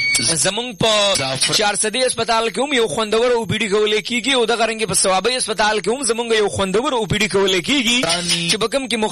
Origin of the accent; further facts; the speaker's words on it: Peshawar, Khyber Pakhtunkhwa, Pakistan; صرف څنګه زه خپل د پیښور یم او دې وخت کې په پیښور خار کې یم